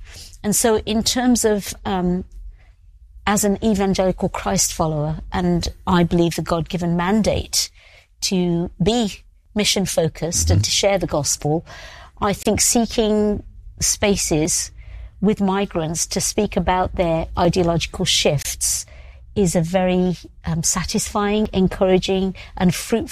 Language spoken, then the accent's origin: English; England, United Kingdom; born there; Because in Britain, I'd always been black. You know, from my birth, I was born here in England. And then I get to the US and they say, oh, you're not black.